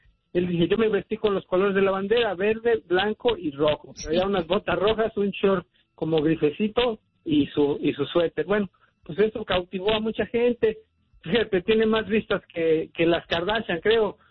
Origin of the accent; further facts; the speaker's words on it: Mexico City, Mexico; now in Tijuana, Mexico; he tenido oportunidad de estar en muchos lugares de mi querido México y siempre me han tratado muy bien, aunque sepan que soy chilango.